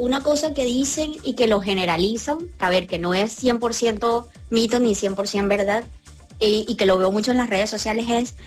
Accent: Barranquilla, Atlántico, Colombia; Yo soy de Barranquilla.

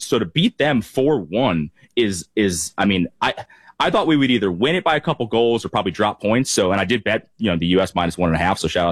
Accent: Connecticut, United States; And honestly, like I grew up in Connecticut, so I didn't really subscribe to the New York Boston thing.

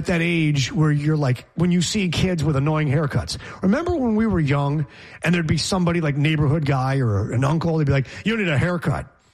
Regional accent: New York, United States; a military base near Geneva, New York, near my hometown.

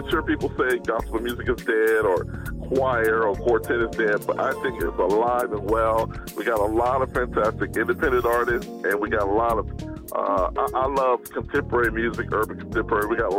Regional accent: North Carolina, United States; I am so excited, first of all, that the Stellar Awards are coming to my home state, North Carolina.

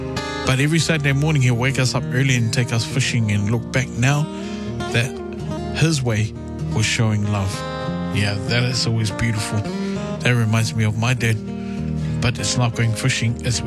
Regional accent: Christchurch, Canterbury, New Zealand; I'm from Christchurch.

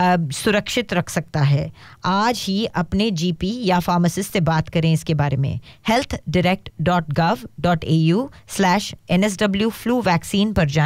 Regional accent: Mumbai, Maharashtra, India; also born or lived in Hyderabad; now in Australia; मैं बॉम्बे से हूँ तो फिर बॉम्बे में हापूस तो मिलता है और मैंने बहुत खाया हुआ है उसके पहले मैं रहती थी हैदराबाद में

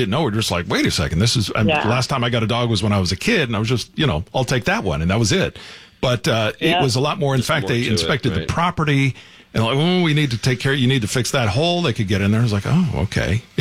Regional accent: Florida, United States; And I'm keeping my eye personally because I'm from Florida.

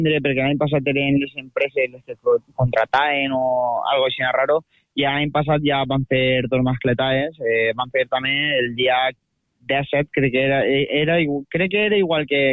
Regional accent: Llanera de Ranes, Valencian Community, Spain; nosaltres som de Llanera

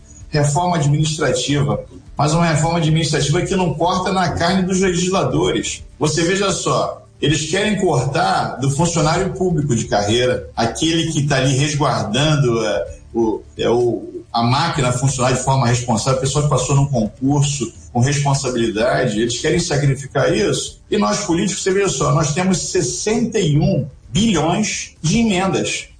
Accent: Brazil

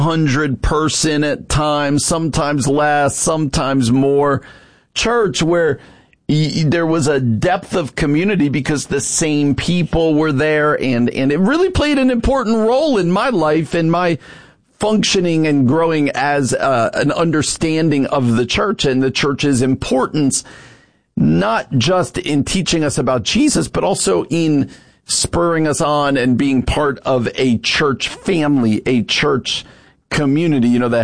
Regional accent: Long Valley, New Jersey, United States; born or raised there

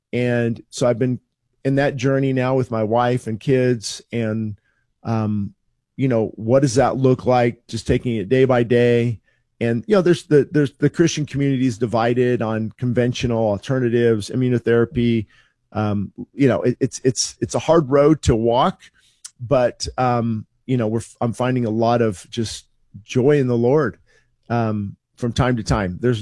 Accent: California, United States; I was born obviously here in Southern California and haven't moved

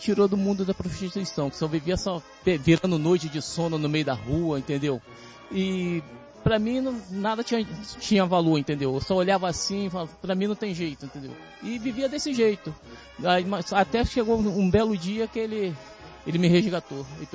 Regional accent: Duque de Caxias, Rio de Janeiro, Brazil; Venho de Caxias, Duque de Caxias.

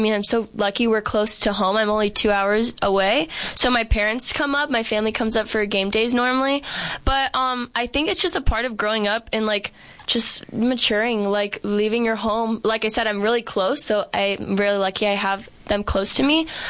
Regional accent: Phoenix, Arizona, United States; But I love Arizona. I grew up here. I'm from Phoenix. My parents moved here really young.

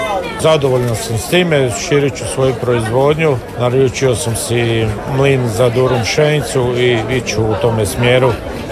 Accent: Koritna, Osijek-Baranja County, Croatia

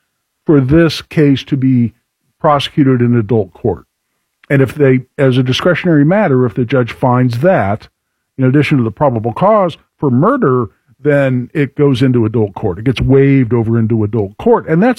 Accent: Carmel, Indiana, United States; my neck of the woods, my hometown, Carmel

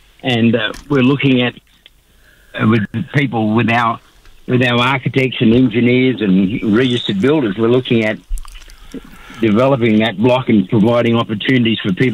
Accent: Derby, Western Australia, Australia; We're Nyigina people and we're from the Derby, Fitzroy, Nookanbar area. And all along the Fitzroy River with the Murrawarra, what they call it.

